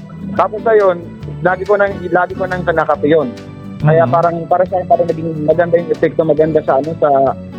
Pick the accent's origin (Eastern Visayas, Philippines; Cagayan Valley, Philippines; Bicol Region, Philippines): Eastern Visayas, Philippines; Catarman; Katarman po